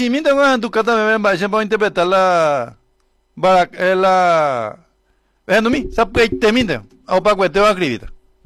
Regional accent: Paraguay

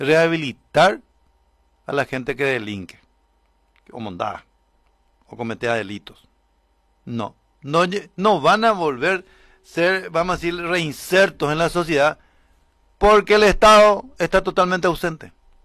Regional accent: Paraguay; mi pueblo, que es el Paraguay

